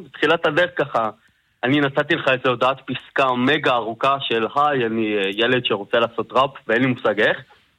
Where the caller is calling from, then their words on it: Haifa, Haifa District, Israel; אני 25, מחיפה